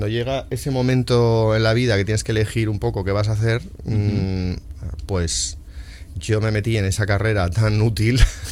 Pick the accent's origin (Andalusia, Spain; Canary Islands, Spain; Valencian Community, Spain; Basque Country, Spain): Valencian Community, Spain; Porque soy valenciano, porque tenemos ahí, hay una tecla con la que nace todo valenciano que no se la pueden tocar